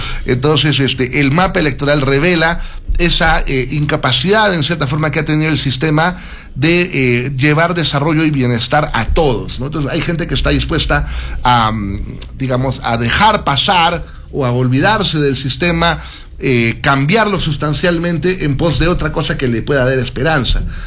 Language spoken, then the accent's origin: Spanish; Peru; nos acostumbremos como peruanos